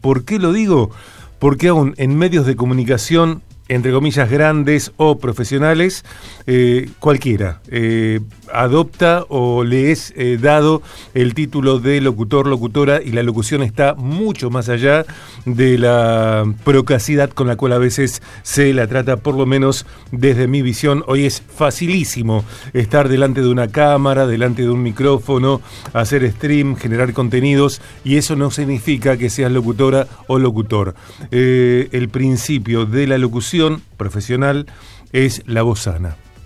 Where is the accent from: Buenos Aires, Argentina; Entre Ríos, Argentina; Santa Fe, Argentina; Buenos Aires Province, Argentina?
Santa Fe, Argentina; Rosario